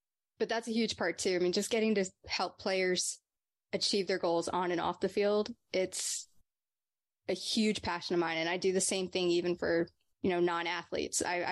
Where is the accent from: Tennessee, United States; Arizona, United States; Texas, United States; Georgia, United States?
Texas, United States; born there; moved away; also born or lived in New Jersey / New York / Sewickley, Pennsylvania